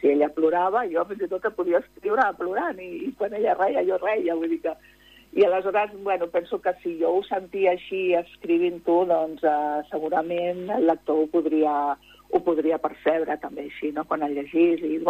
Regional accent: Barcelona, Catalonia, Spain; also born or lived in Cádiz; jo som nascuda a Càdiz, però vaig arribar a Barcelona, que tenia mesos, vull dir que som molt barcelonina

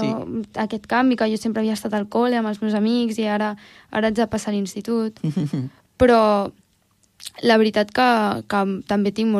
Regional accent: Tordera, Catalonia, Spain; also born or lived in Calella; vaig néixer a Calella, sí, però sí, tota la vida a Tordera

